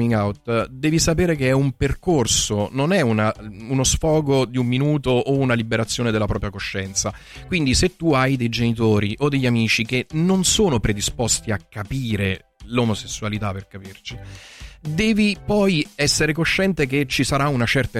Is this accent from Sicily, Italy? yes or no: no; Avellino, Campania, Italy; io sono originario di Avellino